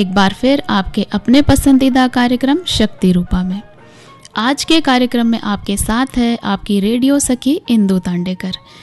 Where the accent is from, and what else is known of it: Chhindwara district, Madhya Pradesh, India